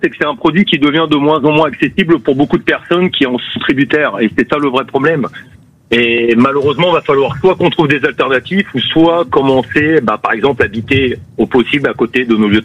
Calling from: Pau, Nouvelle-Aquitaine, France; je vous appelle de Pau.

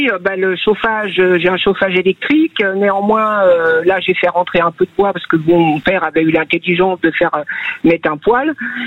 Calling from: Niort, Nouvelle-Aquitaine, France; de Niort, dans les Deux-Sèvres.

